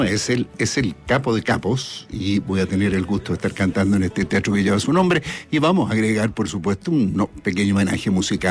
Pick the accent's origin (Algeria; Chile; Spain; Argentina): Chile; a nosotros también, los chilenos, como que nos gusta vivir acá. Entonces, amamos a nuestro país.